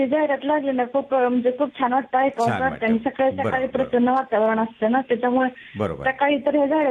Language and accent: Marathi; Maharashtra, India; moved away as an adult; now in Wadi Kurole, Pandharpur taluka, India; माझं माहेर माळशिरस तालुक्यातलं आहे